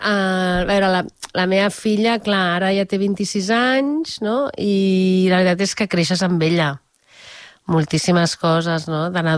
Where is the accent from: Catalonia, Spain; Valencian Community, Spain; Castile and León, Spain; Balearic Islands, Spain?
Catalonia, Spain; Barcelona; moved away as an adult; also born or lived in La Garriga; now in Molins de Rei, Spain; Nosaltres som de Barcelona, però, bueno, ens vam conèixer a l'Ametlla del Vallès per uns temes de cases d'estiuets i, bueno, ens vam conèixer allà. I llavors vam anar a viure a la Garriga.